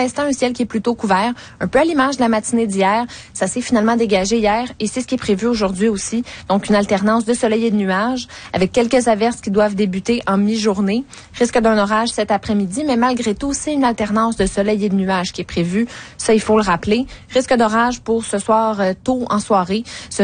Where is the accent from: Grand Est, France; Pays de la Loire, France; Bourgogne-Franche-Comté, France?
Bourgogne-Franche-Comté, France; moved away; Moi, je suis de la Bourgogne. C'est dans le centre-est de la France